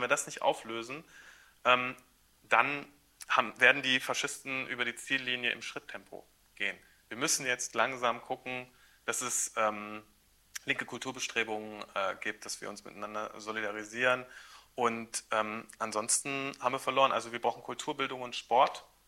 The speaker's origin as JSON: {"language": "German", "region": "Saxony-Anhalt", "country": "Germany", "said": "Aber ich komme aus Sachsen-Anhalt"}